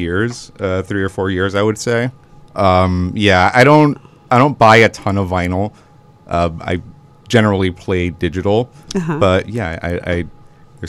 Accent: Chicago, Illinois, United States; Chicago, born and raised, lifelong resident. Was born on the South Side. Lived on the South Side for most of my life.

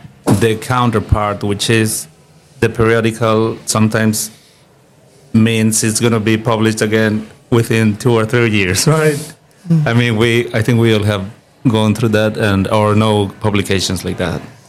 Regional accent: Mexico City, Mexico; I'm from Mexico City

